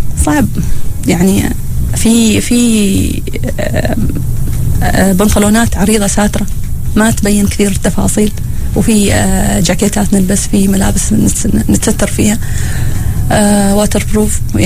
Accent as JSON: {"language": "Arabic", "country": "Oman", "accent": "Omani", "said": "انا اتكلم باللهجة العمانية"}